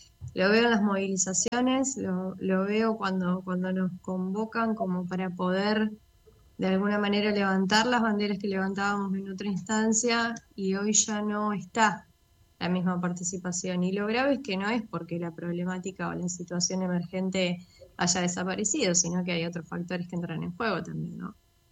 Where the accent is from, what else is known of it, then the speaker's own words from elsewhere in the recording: Argentina; Nosotros como argentinas y argentinos